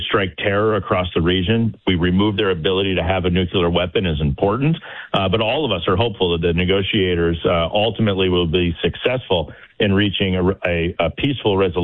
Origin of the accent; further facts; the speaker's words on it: Wisconsin, United States; So in my home state of Wisconsin, there's a large data center that's being built.